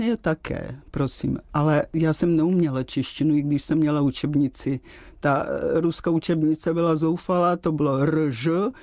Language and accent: Czech; Uzhhorod, Zakarpattia Oblast, Ukraine; Czech is a second language; moved away as an adult; also born or lived in Kyiv; now in Prague, Czech Republic; já pocházím z Podkarpatské Rusy. Za první republiky to bylo v podstatě, patřilo k Československu, Podkarpatská Rus. Já jsem žila v Užhorodě s rodinou a maminka se provdala za Čecha